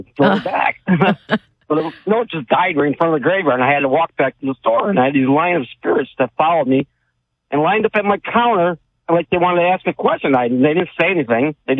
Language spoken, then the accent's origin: English; New York, United States; now in Maui, United States; But anyways, I'm from upstate New York, and I had a small auto parts business.